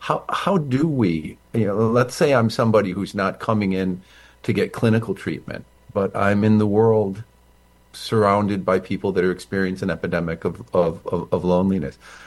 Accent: Syracuse, New York, United States; now in New York City, United States; I grew up in Syracuse.

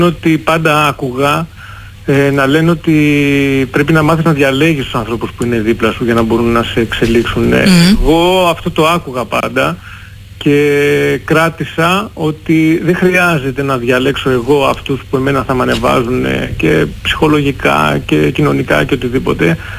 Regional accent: Patras, West Greece, Greece; now in Athens, Greece; ξέρουν ότι η καταγωγή μου είναι από την Πάτρα.

